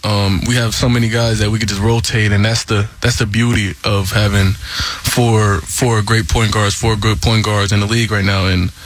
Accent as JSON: {"language": "English", "town": "Marietta", "region": "Georgia", "country": "United States", "said": "I'm from Marietta"}